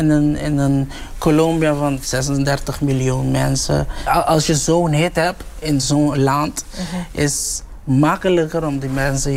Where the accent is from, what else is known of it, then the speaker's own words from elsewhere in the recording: Caribbean Netherlands; ik kom van Bonaire, we spreken Papiaments.